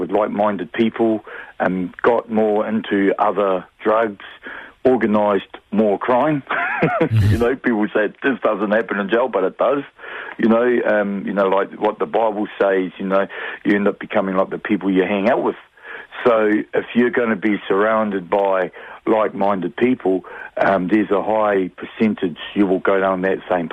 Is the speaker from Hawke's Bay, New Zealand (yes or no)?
yes; Hastings, Hawke's Bay, New Zealand; also born or lived in Australia / United States; I was born in Hawke's Bay. I'm always been a Kiwi dude, as you know, born and bred here.